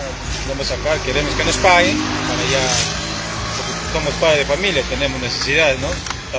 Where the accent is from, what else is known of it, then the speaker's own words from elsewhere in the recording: Tingo María, Huánuco, Peru; somos de lejos, somos de Tingo María, de Pucallpa